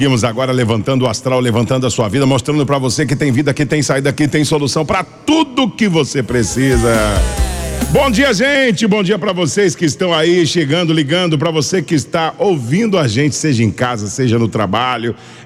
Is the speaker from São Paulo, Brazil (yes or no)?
yes; São Paulo, Brazil; moved away; o rodeio é da minha terra, o rodeio vem, né? Eu sou de São Paulo.